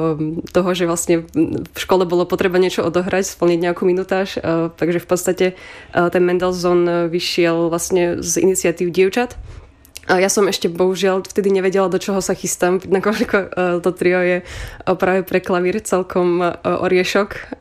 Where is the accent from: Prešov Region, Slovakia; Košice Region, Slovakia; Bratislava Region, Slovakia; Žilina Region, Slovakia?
Prešov Region, Slovakia; Prešov; ja som rodačka z Prešova a vlastne som odchodená z súkromnej základnej umeleckej školy Dama